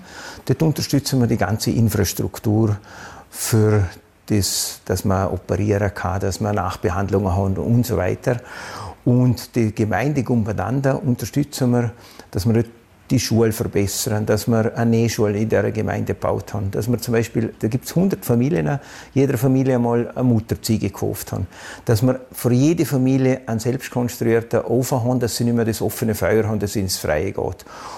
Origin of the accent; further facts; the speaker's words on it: Vorarlberg, Austria; als Vorarlberger